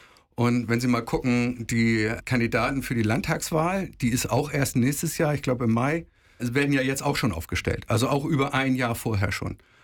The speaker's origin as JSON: {"language": "German", "town": "Heide", "region": "Schleswig-Holstein", "country": "Germany", "tie": "born or raised there", "said": "ich bin in Heide geboren, hier zur Schule gegangen, Kindergarten und so weiter, Lehre."}